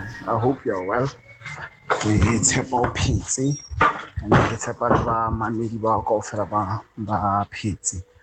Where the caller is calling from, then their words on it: South Africa; as a South African who's not a politician